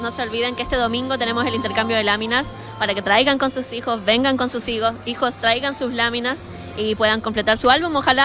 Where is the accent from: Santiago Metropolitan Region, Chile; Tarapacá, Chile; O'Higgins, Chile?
Tarapacá, Chile; Iquique; Los que somos iquiqueños nos gusta el sol